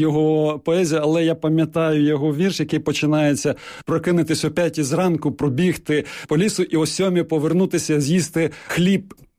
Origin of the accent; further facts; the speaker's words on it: Kyiv, Ukraine; born there; я, наприклад, народився в Києві, але чомусь люди шаблонно думають, ну, якщо я тут живу там чи народився, то я все знаю.